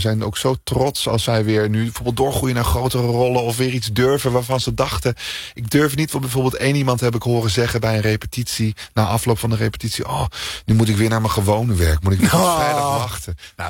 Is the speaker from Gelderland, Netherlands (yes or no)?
no; Deventer, Overijssel, Netherlands; ik kom uit Deventer